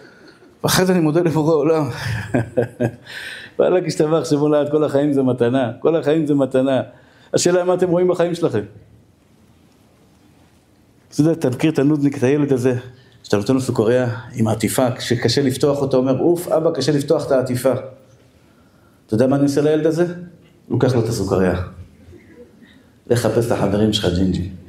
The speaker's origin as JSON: {"language": "Hebrew", "town": "Bnei Brak", "region": "Tel Aviv District", "country": "Israel", "said": "אני דוס מבני ברק אחים, זקן לבן, לבוש שחור לבן"}